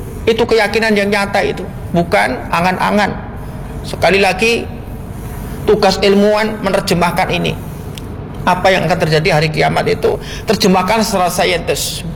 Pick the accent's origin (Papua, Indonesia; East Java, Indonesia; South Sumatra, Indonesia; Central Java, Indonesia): Central Java, Indonesia; Klaten; Saya ini dari Klaten yang masuk wilayah Solo. Yang mana yang kita ini kami, kampung kami ini sangat dekat dengan Gunung Merapi